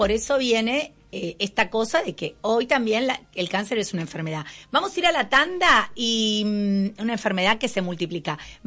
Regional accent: Argentina; somos argentinas

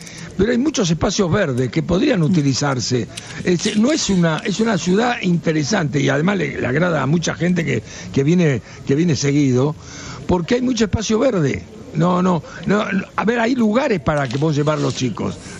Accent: Buenos Aires, Argentina; Yo soy muy antiguo y además nací en San Telmo. Mirá. Nací en una casona vieja de San Telmo, así que todo conozco por ahí.

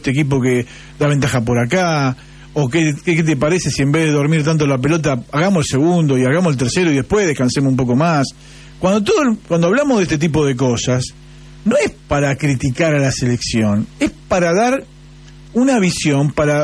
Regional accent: Argentina; somos argentinos, somos hinchas de la selección.

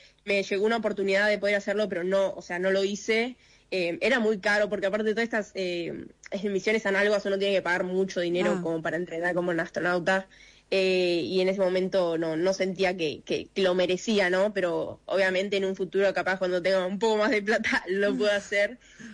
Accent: Argentina; moved away as an adult; now in United States; soy argentina, nací acá, me crecí acá, todo acá, me crié acá y obviamente mis papás, toda mi familia sigue estando en Argentina

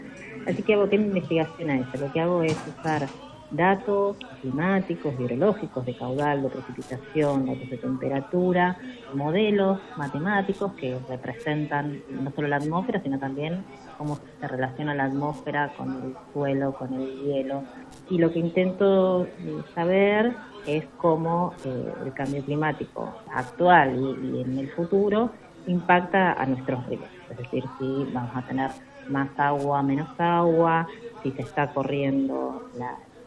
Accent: La Pampa, Argentina; also born or lived in Río Gallegos; Yo nací en Río Gallegos, soy bien patagónica, después viví muchos años en el campo de mi abuelo en La Pampa

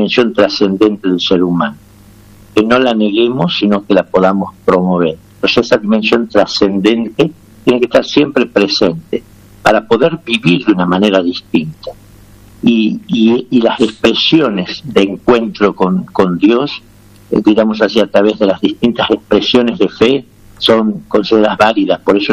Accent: Tucumán, Argentina

